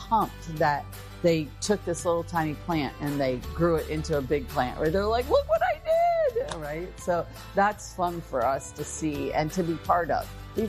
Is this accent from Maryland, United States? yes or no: yes; Baltimore, Maryland, United States; I grew up in Baltimore, Maryland, with a single mom who had drug problems, and it was rough.